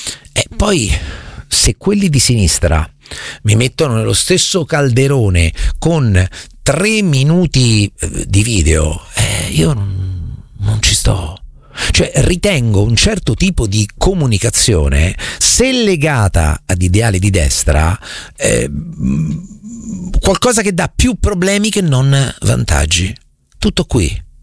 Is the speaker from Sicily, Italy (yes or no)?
no; Marche, Italy; io sono marchigiano, quindi per me il lavoro è fatica. Nelle Marche non si dice vado a lavorare, si dice vado a fatica.